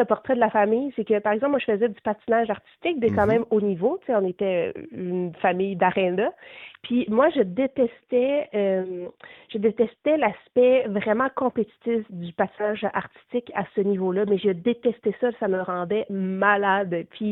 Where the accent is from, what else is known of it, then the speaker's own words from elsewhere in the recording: Ottawa, Ontario, Canada; j'étais née à Ottawa puis j'ai grandi à Ottawa